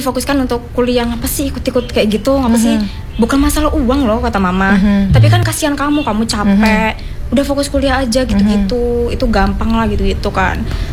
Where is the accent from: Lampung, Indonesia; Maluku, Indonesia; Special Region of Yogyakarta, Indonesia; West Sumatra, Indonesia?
Lampung, Indonesia; Kebetulan aku dari Lampung Tengah, aku ikut.